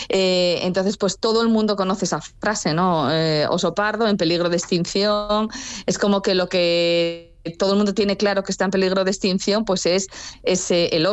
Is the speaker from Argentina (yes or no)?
no; Asturias, Spain; es una palabra que describe muy bien cómo somos los asturianos, ¿sabes?